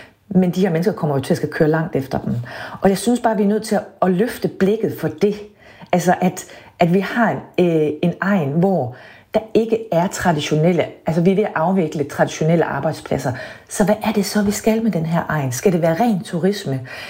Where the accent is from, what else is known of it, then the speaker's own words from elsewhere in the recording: Central Denmark Region, Denmark; now in Copenhagen, Denmark; Jeg bor i København, men jeg følger ganske meget med, hvad der sker på min hjemegn. Og min mand, der også er vestjyde